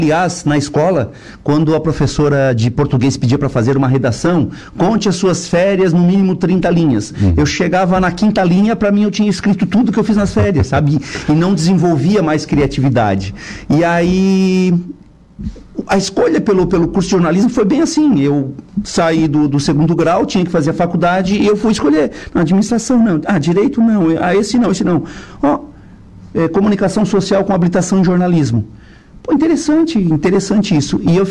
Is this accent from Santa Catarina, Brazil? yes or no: yes; Siderópolis, Santa Catarina, Brazil; Então, eu sou natural lá de Siderópolis, rua João Caruso McDonald. a rua do Bar do Dico, a gente fala assim, a rua do Bar do Dico. É, morávamos lá, né?